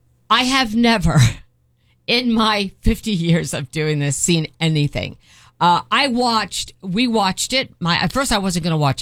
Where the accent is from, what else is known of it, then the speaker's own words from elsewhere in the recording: United States; now in Florida, United States; That's what I walked away with as an American.